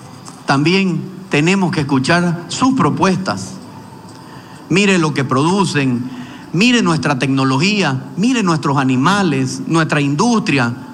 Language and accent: Spanish; Bolivia; tenemos que ser conscientes que tenemos enormes oportunidades como bolivianos.